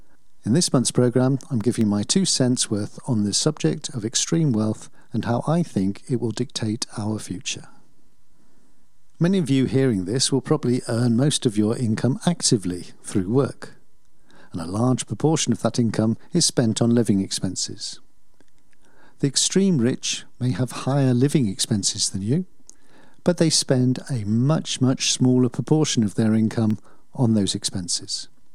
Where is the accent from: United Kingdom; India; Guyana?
United Kingdom; England; I'm an Englishman living in Obertown